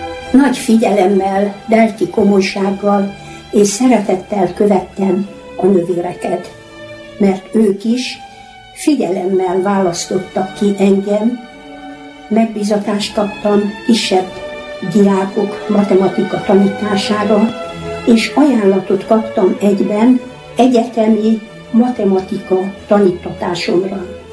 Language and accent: Hungarian; Praid, Harghita, Romania; now in Odorheiu Secuiesc, Romania; Születtem 1933. január 1-én. Szüleimnek 5. gyermekük láttam napvilágot Parajdon, Hargita megyében.